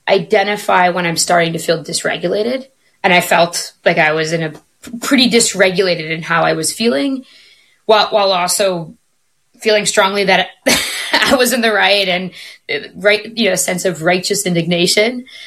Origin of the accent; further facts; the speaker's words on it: Ohio, United States; now in Minnesota, United States; she's in Ohio, which is my hometown as well.